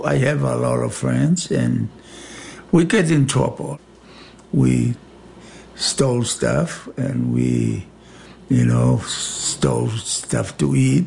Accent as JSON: {"language": "English", "country": "Tonga", "tie": "born or raised there", "said": "My family is poor. When we were growing up in Tonga, we was one of the poor people."}